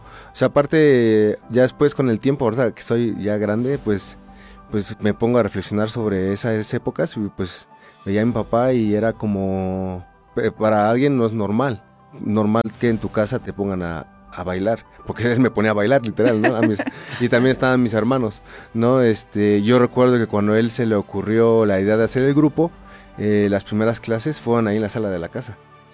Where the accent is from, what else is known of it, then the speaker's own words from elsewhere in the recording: Pachuca, Hidalgo, Mexico; soy totalmente oriundo de aquí, aquí nací, aquí he vivido.